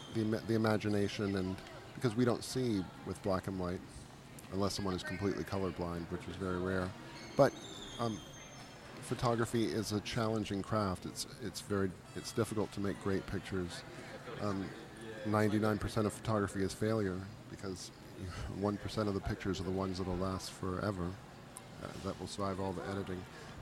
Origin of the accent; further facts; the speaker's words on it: England, United Kingdom; born there; I was born in England in 1970